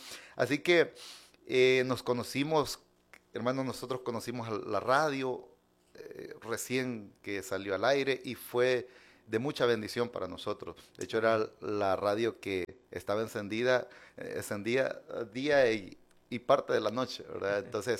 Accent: Ciudad Barrios, San Miguel, El Salvador; Bueno, como ya lo mencionaba … yo vengo desde el Cantón Belén de Ciudad Barrios.

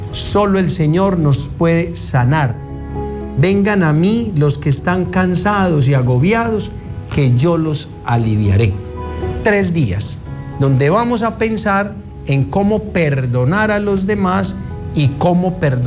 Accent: Sabaneta, Antioquia, Colombia; Yo soy de Sabaneta, Antioquia, y en Sabaneta, Antioquia está el santuario de María Auxiliadora.

